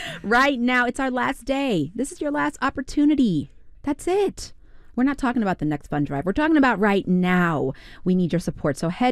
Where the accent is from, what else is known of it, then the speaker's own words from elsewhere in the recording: Louisville, Kentucky, United States; even though I'm from Louisville, Kentucky, and that always messes me up.